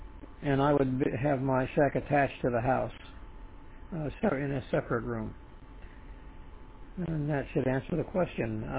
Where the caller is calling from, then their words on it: Florida, United States; Good afternoon, Roy, from South Florida.